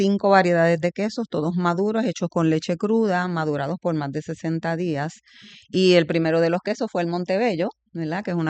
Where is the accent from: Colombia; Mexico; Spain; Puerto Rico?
Puerto Rico; Bayamón; born there; Bueno, pues soy vaquera, nací en Bayamón.